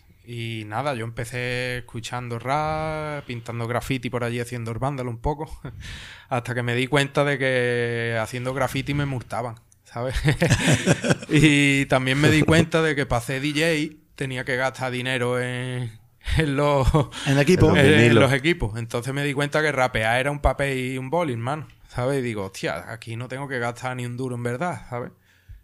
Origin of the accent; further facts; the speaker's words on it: El Cuervo, Andalusia, Spain; Yo soy del Cuervo, de Sevilla, un pueblecito, el último de la provincia.